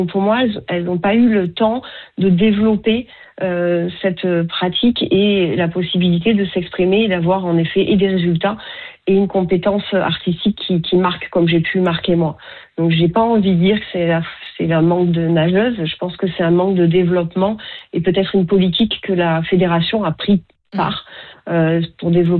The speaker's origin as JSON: {"language": "French", "country": "France", "said": "Je dis officiel parce qu'en fait, chez nous, en France, on a toujours eu des garçons"}